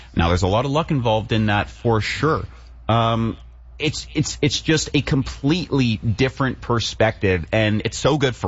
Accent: Canada; as a Canadian and a Canadian soccer fan.

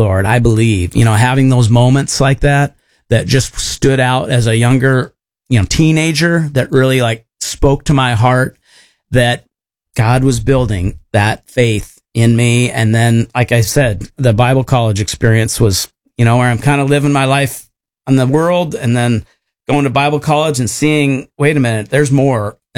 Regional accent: Harvey, North Dakota, United States; also born or lived in Seattle; I remember about 4 years old, I remember moving out from the Seattle area to a little tiny town called Harvey, North Dakota.

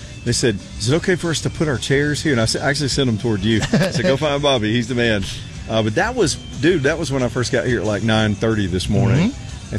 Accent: Alabama, United States; moved away; I'm from Alabama.

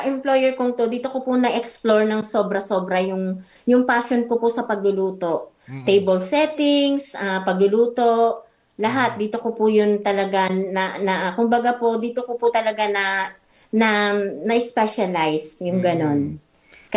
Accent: Mabini, Batangas, Philippines; Opo, taga Batangas din po yung aking asawa. Taga Talaga po kami kay Apolinario Mabini, yung ating

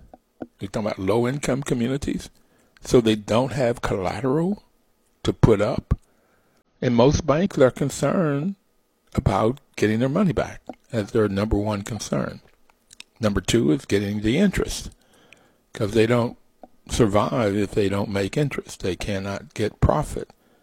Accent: Bluefield, West Virginia, United States; growing up in West Virginia, Bluefield, West Virginia, particularly in coal mining country

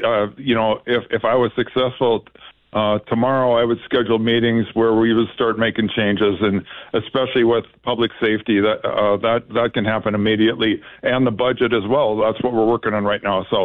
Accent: Fargo, North Dakota, United States; born or raised there

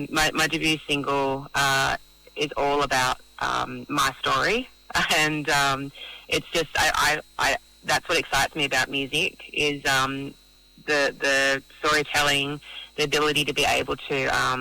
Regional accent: Moree, New South Wales, Australia; again in my local in Moree and gigging. And then end of last year, I did an … tribute show in my hometown

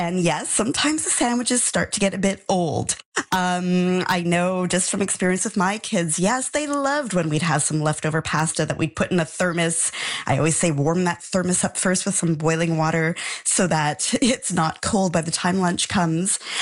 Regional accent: Montreal, Quebec, Canada; I'm from Montreal

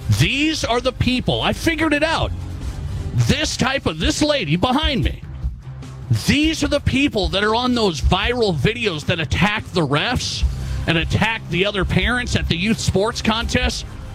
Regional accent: South Dakota, United States; I'm from South Dakota.

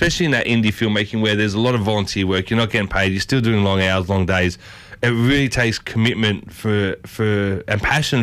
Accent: Ryde, New South Wales, Australia; Where I grew up as well, I went to Ride Secondary College, which was Malvina back then.

